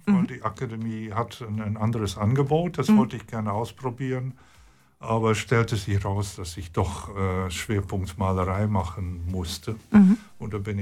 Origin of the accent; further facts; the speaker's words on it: Amsterdam, North Holland, Netherlands; Ich komme aus Amsterdam Nord.